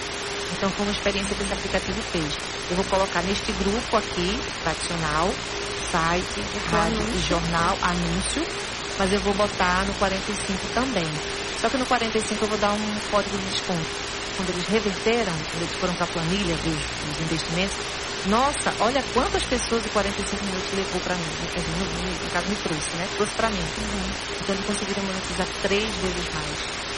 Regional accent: Pernambuco, Brazil; Sou pernambucana.

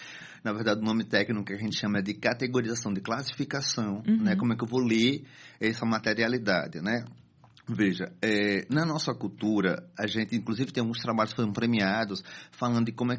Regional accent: Northeast Region, Brazil; accent: nordestino (Northeastern Brazilian); also born or lived in South of Brazil; Provavelmente também por conta do meu sotaque nordestino

